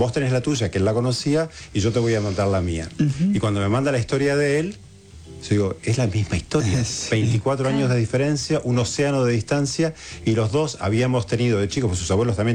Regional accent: Patagonia, Argentina; Pero llegó un punto que cuando me preguntaban de dónde era, yo soy de la Patagonia, ¿no? Es decir, porque ahí fue mi etapa formativa, y en esa estancia particularmente.

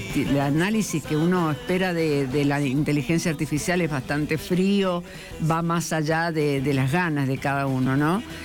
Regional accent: Argentina

